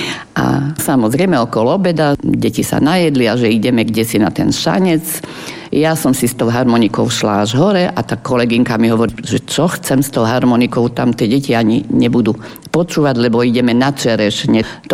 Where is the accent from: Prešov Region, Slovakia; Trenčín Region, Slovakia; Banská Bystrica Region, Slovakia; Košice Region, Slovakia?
Prešov Region, Slovakia; Prešov; A ten Sabinov nebol ďaleko od Prešova, nakoľko ja som Prešovčanka.